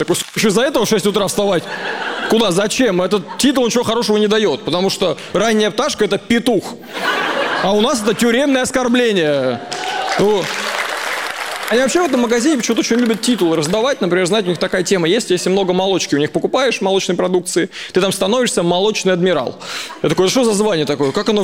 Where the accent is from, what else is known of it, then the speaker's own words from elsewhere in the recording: Voronezh, Voronezh Oblast, Russia; now in Moscow, Russia; Я просто приезжаю из Москвы в Воронеж, мне приходит сообщение: «Добро пожаловать на родную землю».